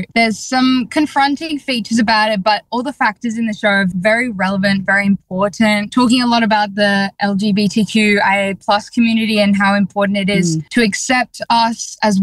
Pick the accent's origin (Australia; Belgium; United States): Australia; Mandurah, Western Australia; now in Sydney, Australia; Growing up in Mandurah